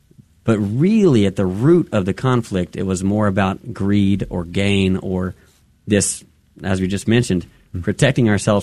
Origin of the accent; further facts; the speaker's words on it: United States; we as American citizens have been entrusted with quite a bit. And we as Catholics have been entrusted with so much more.